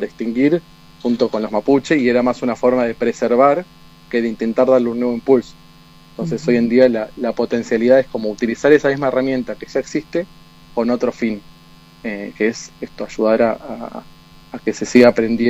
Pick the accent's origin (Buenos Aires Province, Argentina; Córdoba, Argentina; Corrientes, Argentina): Buenos Aires Province, Argentina; Carlos Casares; moved away as an adult; now in La Plata, Argentina; Yo no soy de La Plata, sino que soy de un pueblo del interior de la provincia de Buenos Aires, que se llama Carlos Casares, que en su momento también fue una zona de fuertes y fortines